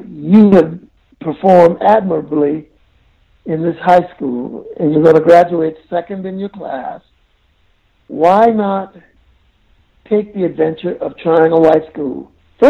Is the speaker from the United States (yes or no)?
yes; Charleston, South Carolina, United States; I was born in Charleston County, South Carolina, to my parents … And they were, of course, the descendants of farmers who lived in the rural